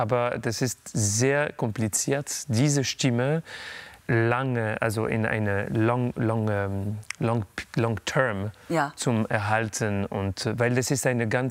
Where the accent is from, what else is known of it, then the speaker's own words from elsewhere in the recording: Paris, Île-de-France, France; born there; German is a second language; Ich bin in Paris geboren, ein paar Kilometer von der Stadt de France.